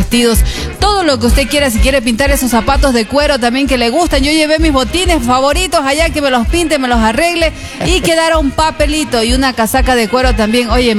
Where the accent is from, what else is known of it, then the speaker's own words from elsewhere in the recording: Ecuador; moved away; Buenos días a todos nuestros hermanos ecuatorianos en cualquier rinconcito de este planeta